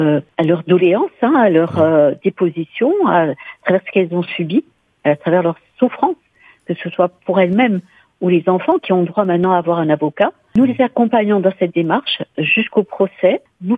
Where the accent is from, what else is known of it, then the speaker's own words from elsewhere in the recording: Corsica, France; chez nous, en Corse